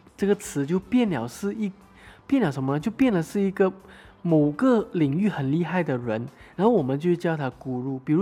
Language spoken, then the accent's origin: Chinese; Malaysia; 其实我们马来西亚人、是很 respect、很尊重老师的。